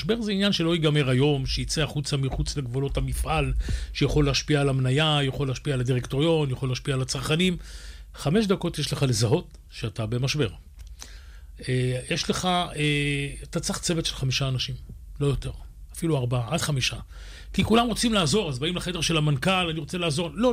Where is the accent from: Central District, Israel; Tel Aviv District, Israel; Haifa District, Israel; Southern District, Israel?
Tel Aviv District, Israel; Tel Aviv; born there; אני נולדתי ביד אליהו, בן למשפחת פועלים, אבא פועל בסולל בונה, אמא עקרת בית, אבא שלי היה תפסן ונפל מהפיגומים בבניין בתל אביב